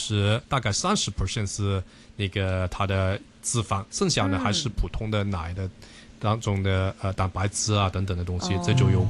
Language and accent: Chinese; China; 那很多人不知道，就是我们中国人呢，其实是当中是90% 的中国人呢，是成年之后是不能正常消化乳糖的。